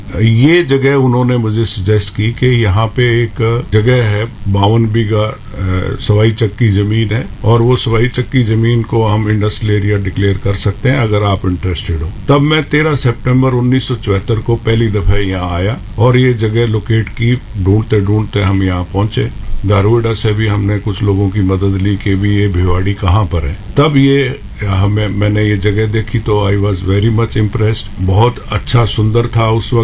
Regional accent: Rajasthan, India; हम राजस्थान के रहने वाले हैं

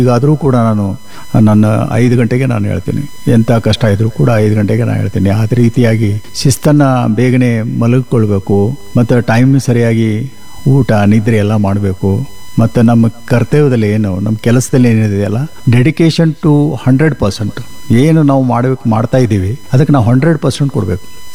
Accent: Belagavi, Karnataka, India; ನಾನು ಬೆಳಗಾವಿಯಲ್ಲೇ ಇದ್ದೀನಿ, ಮತ್ತು ನಮ್ಮ ಊರ ಹತ್ರ ಇದೆ, ಅಲ್ಲಿ ಕೂಡ ನಮ್ಮ ಹೊಲ ಮನೆ ಎಲ್ಲ ಇರೋದ್ರಿಂದ ಅಲ್ಲಿಗೂ ಹೋಗ್ತಾ ಇರ್ತೀನಿ.

